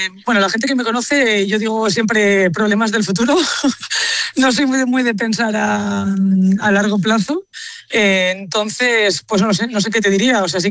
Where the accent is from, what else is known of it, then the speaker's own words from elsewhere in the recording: Spain; now in Israel; soy la única española en Israel